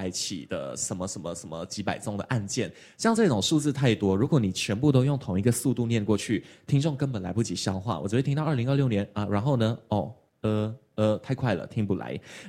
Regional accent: Malaysia; accent: Malaysian; 但在马来西亚可能就不会。所以我刚开始当新闻主播的时候，为了避免把我自己的一些乡音给带上节目

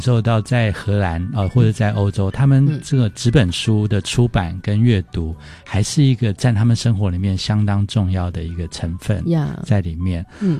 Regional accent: Taipei, Taiwan; 我小时候住在中孝东路四段，我们家在那边开笔箱店

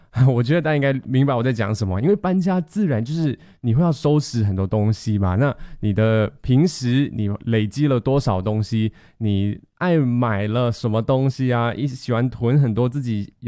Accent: Malaysia; now in Taiwan; 我们马来西亚人

